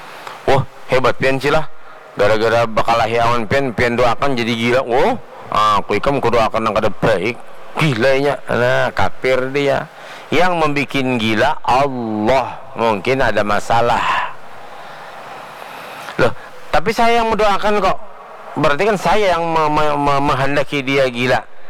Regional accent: South Kalimantan, Indonesia; Ini apa aja kami Banjar tuh tanah bangkang-bangkang, Pak.

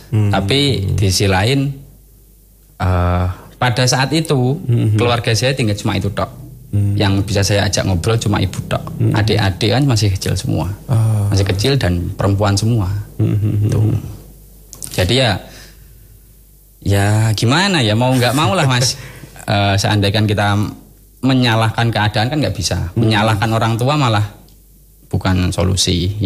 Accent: Jakarta, Indonesia; born there; now in Blitar, Indonesia; tapi kalau saya sendiri lahir di Jakarta, lebih tepatnya Pasar Minggu.

